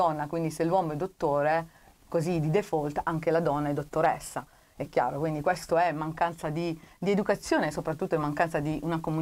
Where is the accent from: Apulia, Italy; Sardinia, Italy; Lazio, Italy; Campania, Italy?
Apulia, Italy; Taranto; in quanto anche Pugliese e Tarantina